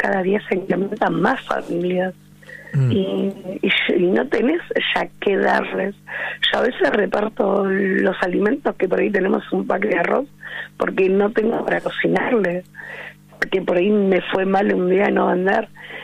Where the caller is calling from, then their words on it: Merlo, Buenos Aires Province, Argentina; Nosotros somos de Merlo, Pontevedra, barrio Las Torres.